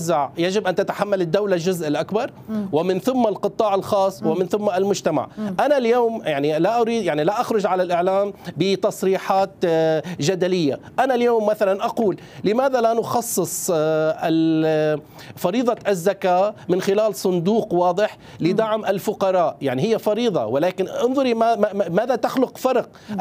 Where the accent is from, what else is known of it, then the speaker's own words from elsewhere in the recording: Syria; اليوم نحن نتحدث ماذا يجب على الدولة اليوم، ماذا نحن كسوريين يجب أن نقدم.